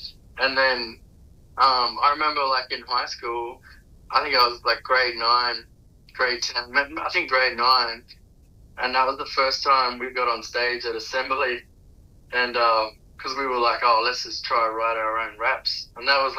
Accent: Katherine, Northern Territory, Australia; I have to say, growing up in Katherine, it was really just like one of my best mates that I grew up with, Liam Munker. He came to Katherine when we were in primary school.

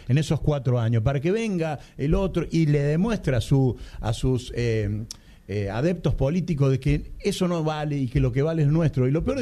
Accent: Argentina; todos somos argentinos.

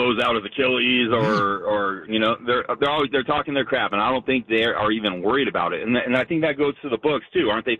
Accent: Bay Area, California, United States; now in Seattle, United States; born and raised in the Bay Area. Shout out to the 831 Santa Cruz.

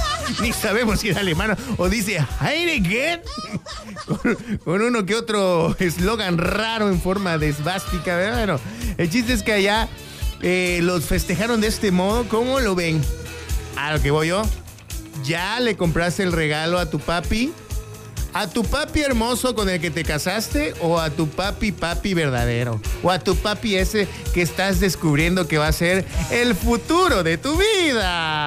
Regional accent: Mexico

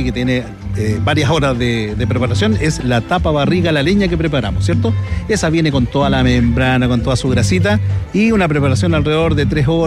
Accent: Peñaflor, Santiago Metropolitan Region, Chile; Nosotros somos oriundos de Peñaflor. Ahora estamos con el restaurante en Talagante.

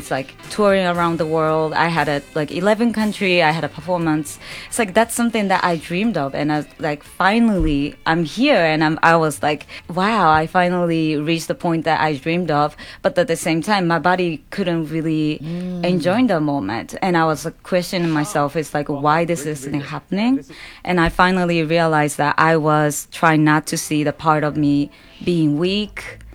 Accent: Osaka, Japan; English is a second language; moved away as an adult; also born or lived in New York City; now in Tokyo, Japan; So I'm from Osaka, originally Osaka. It's the second biggest city in Japan. And I grew up there, but when I turned 20 years old, I decided to come to New York City

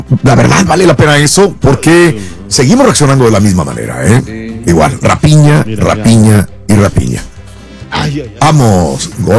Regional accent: Mexico; hablo por México, que soy mexicano

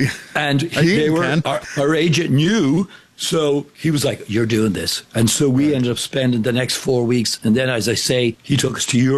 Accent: Ireland; moved away; I grew up in Ireland.

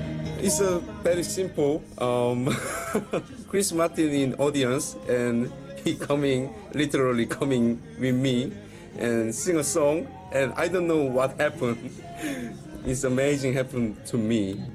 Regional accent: South Korea; English is a second language; now in United Kingdom; I'm from South Korea. I'm many time in Korea, but I want a wider city, so yeah. I came to here, UK.

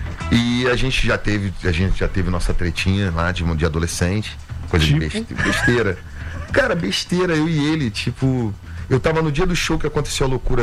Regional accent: Rio de Janeiro, Brazil; sou carioca

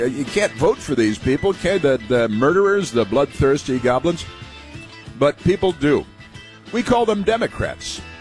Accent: Illinois, United States; He grew up north and west of Chicago, not far from where I did most of my growing up, and it's where regular people come from

